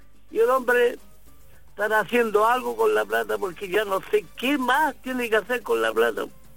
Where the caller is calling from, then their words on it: Chile; Yo lo llamo de aquí, de Coronel Buen Retiro, calle Dalmiro Barriga.